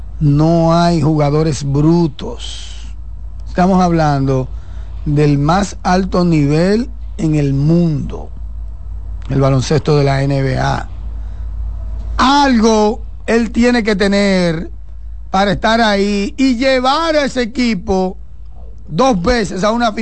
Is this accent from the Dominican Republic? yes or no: yes; Dominican Republic; porque somos dominicanos